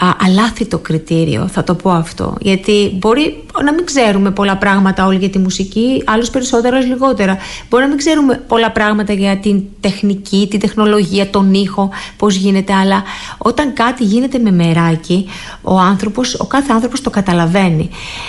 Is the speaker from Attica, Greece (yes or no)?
no; Corfu, Ionian Islands, Greece; Είμαι Κερκυραία, ναι.